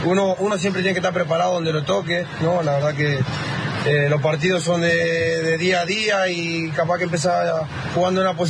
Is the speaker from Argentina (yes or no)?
yes; Argentina; Uno como argentino, la gana siempre está de volver